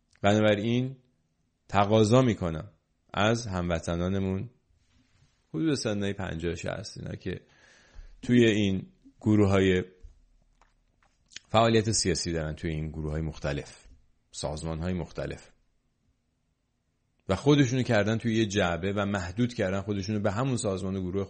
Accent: Iran; moved away; به عنوان یه ایرانی

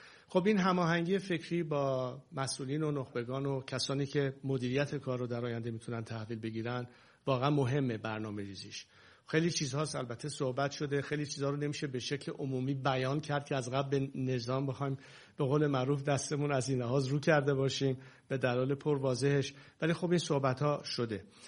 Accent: Iran; moved away; ما که در خارج از ایران هستیم،

